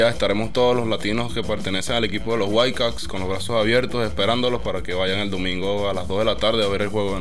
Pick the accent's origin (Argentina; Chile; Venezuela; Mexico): Venezuela; now in West Michigan, United States; vengo de Venezuela.